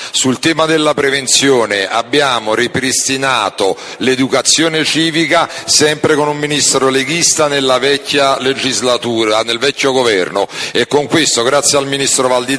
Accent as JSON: {"language": "Italian", "region": "Campania", "country": "Italy", "said": "io sono campano"}